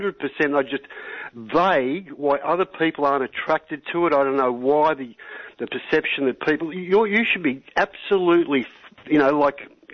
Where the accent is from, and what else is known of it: Australia